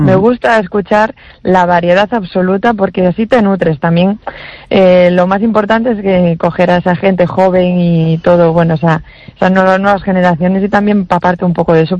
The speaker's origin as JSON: {"language": "Spanish", "town": "Vigo", "region": "Galicia", "country": "Spain", "said": "porque yo soy de Vigo, la chelista es de Vigo, todos somos gallegos"}